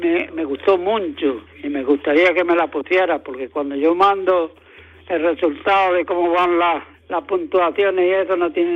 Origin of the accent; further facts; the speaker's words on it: Almuñécar, Andalusia, Spain; de Almuñécar, gerente de la Peña El Aguacate.